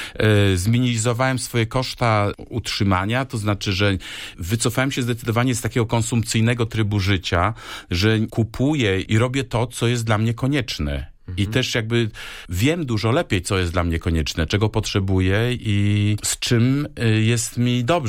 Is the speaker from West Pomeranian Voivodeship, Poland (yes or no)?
yes; Pyrzyce, West Pomeranian Voivodeship, Poland; moved away as an adult; now in Berlin, Germany; z tego małego miejsca, jakim są Pyrzyce, koło Szczecina, skąd pochodzę